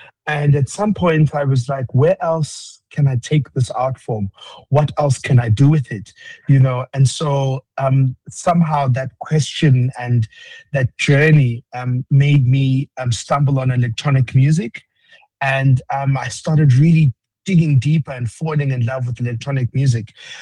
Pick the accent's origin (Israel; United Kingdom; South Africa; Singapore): South Africa; I'm from South Africa